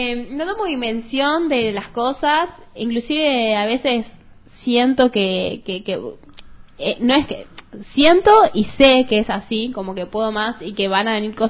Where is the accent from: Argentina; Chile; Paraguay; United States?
Argentina; Jujuy; Yo soy jujeña